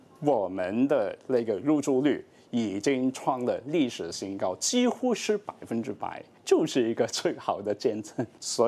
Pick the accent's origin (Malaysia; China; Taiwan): China; Qionghai, Hainan; now in Hong Kong; 我是海南的琼海人，跟海南的那个感情还是非常深。